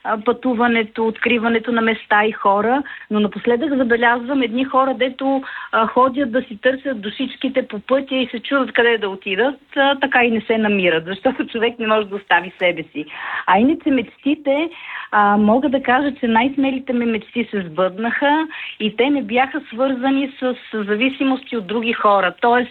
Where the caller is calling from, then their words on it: Sofia, Sofia City, Bulgaria; от София и съм един на 6 по 10 години мечтател без край.